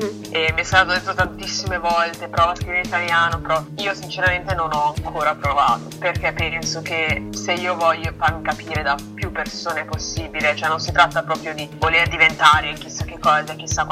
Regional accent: Como, Lombardy, Italy; now in London, United Kingdom; Vengo da Como, sto studiando a Londra, ho 18 anni, classe 2001.

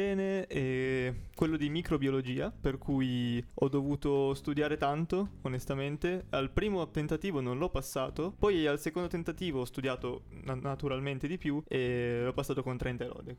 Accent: Ivrea, Piedmont, Italy; moved away as an adult; now in Novara, Italy; studio biotecnologie qua all'Università del Piemonte Orientale nella sede di Novara. Vengo in realtà da Ivrea, sono quindi un fuorisede.

